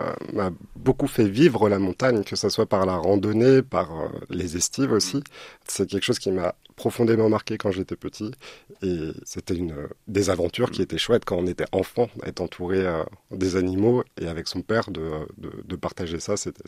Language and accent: French; Annecy, Auvergne-Rhône-Alpes, France; also born or lived in Lyon; J'ai grandi à Annecy, mais je suis parti 10 ans à Lyon pour travailler. Et en revenant sur Annecy